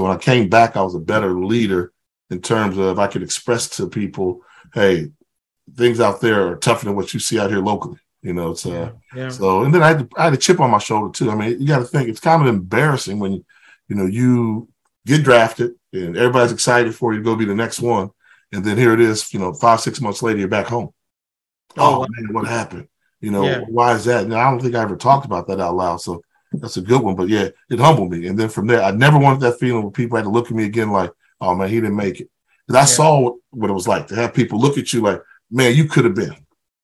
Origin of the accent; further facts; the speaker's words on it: Los Angeles, California, United States; I'm 17. I'm a boy from Crenshaw, and I'm just, you know, thinking I know the world, everything.